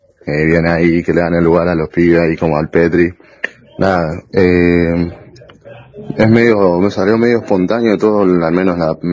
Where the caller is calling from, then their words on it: Buenos Aires, Argentina; yo soy acá de Buenos Aires